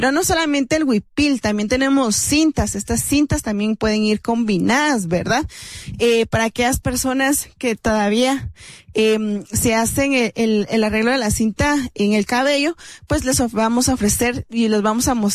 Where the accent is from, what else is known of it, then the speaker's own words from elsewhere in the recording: Aguacatán, Huehuetenango, Guatemala; un diseño que siempre nos recuerda que somos de Aguacatán.